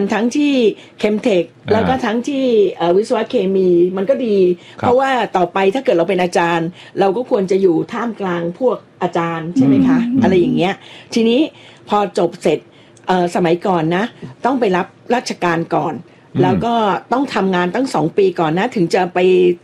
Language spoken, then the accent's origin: Thai; Bangkok, Thailand; เพราะเราเด็กกรุงเทพเนาะลาดกระบังก็อยู่กรุงเทพนะแต่เข้าไปเนี่ยไม่เคยเห็น